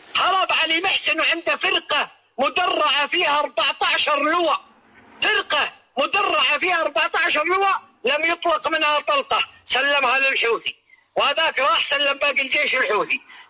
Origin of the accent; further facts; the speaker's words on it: Saudi Arabia; لم نرد ولم نفتح مساحة أبدا كسعوديين